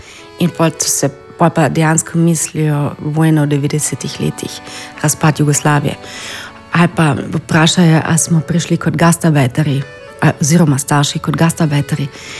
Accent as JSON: {"language": "Slovenian", "region": "Carinthia", "country": "Austria", "said": "jaz rečem, da sem kohoška Slovenka"}